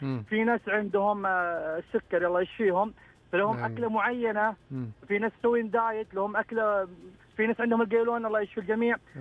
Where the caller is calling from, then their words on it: Jazan, Jazan Province, Saudi Arabia; من جازان.